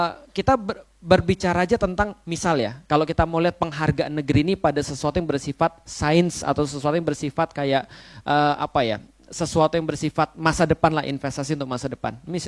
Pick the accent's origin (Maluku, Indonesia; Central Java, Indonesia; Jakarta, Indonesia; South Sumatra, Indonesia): South Sumatra, Indonesia; Palembang; born there; moved away; Karena aku lahir di Palembang, artinya sampai detik ini aku masih mimpinya di Palembang.